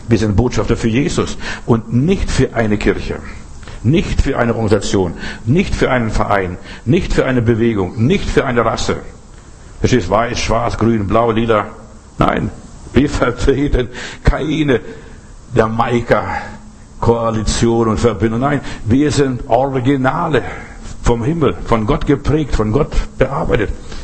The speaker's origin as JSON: {"language": "German", "country": "Germany", "said": "ich bin ein Deutscher und lebe hier gerne in Europa, aber das ist nicht meine Heimat."}